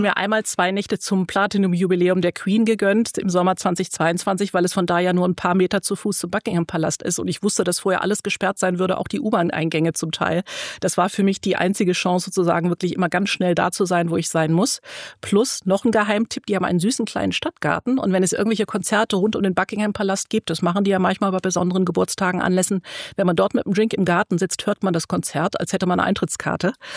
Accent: Berlin, Germany; born there; Also wenn man mal ganz weit zurückgeht, bin ich geborene Berlinerin, keine Hamburgerin.

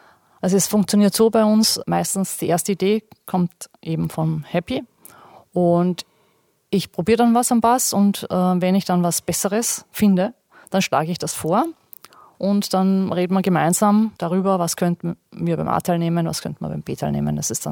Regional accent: Hollabrunn, Lower Austria, Austria; es gab auch einen Jazzpianisten in meiner Heimatstadt Hollabrunn in der Musikschule.

